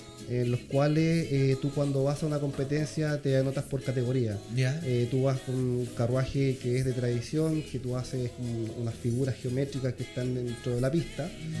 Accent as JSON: {"language": "Spanish", "town": "Longaví", "region": "Maule", "country": "Chile", "said": "Siempre donde voy digo que soy longaviano, chileno de Longaví, mis raíces siempre han sido Longaví, así que siempre con mi pueblo encima, siempre nombrando a mi pueblo donde quiera que vaya. Longaví está en mi corazón y siempre voy ahí."}